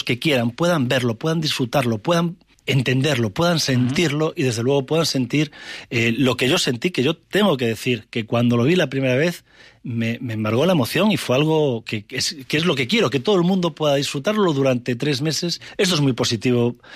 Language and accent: Spanish; Galicia, Spain; Creo que esa sensación, esa emoción que como gallego tenemos que sentir al describir un momento dramático de nuestra historia, un momento que partió a Galicia en dos, un momento terrible